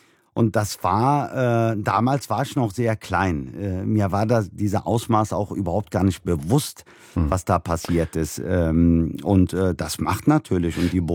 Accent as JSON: {"language": "German", "country": "Germany", "said": "egal wo ich auf der Welt bin, wenn ich gefragt werde, wo ich herkomme, sage ich immer, ich bin Deutscher. Nur hier in Deutschland ist das, ja, nur hier kann ich das nicht so ganz machen."}